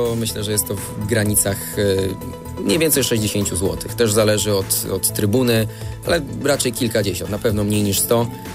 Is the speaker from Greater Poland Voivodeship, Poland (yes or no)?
no; Wrocław, Lower Silesian Voivodeship, Poland; Po pierwsze to jest Stadion Olimpijski we Wrocławiu, bo też jestem z Wrocławia, więc naturalnie to jest dla mnie obiekt magiczny.